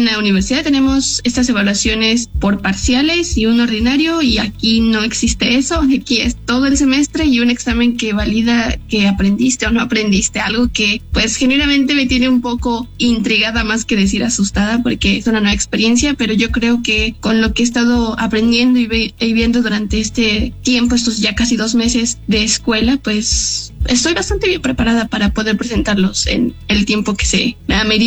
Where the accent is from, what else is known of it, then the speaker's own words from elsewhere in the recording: Mexico; Tal vez nosotros como mexicanos tratamos de darle la equivalencia a todo